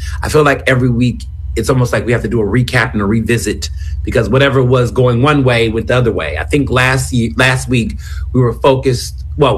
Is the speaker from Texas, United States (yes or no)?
yes; Houston, Texas, United States; now in Philadelphia, United States; I grew up in Houston.